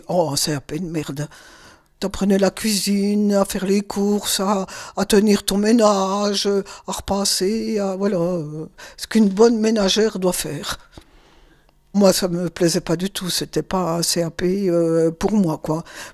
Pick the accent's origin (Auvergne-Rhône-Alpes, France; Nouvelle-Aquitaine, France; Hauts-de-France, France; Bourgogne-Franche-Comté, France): Bourgogne-Franche-Comté, France; Audincourt; also born or lived in Valentigney; Alors moi, je suis née à Valentigny, à côté d'Audincourt. On habitait avec mes frères et mes parents au centre-ville d'Audincourt.